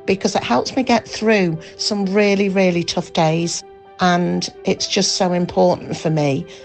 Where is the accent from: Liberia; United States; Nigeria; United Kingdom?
United Kingdom; Leeds, Yorkshire and the Humber; from Leeds.